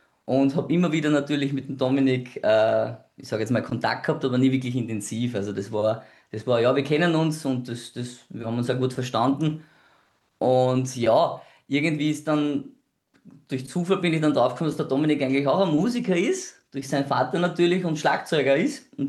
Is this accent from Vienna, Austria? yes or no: yes; Vienna, Austria; born there; moved away as an adult; now in Burgenland, Austria; Ich bin ja eigentlich geborener Wiener. Jetzt wohnen wir beide im Burgenland. Und ich bin damals 2021 war es, glaube ich, ins Burgenland gezogen. In eine kleine Ortschaft namens Wimpersing an der Leiter.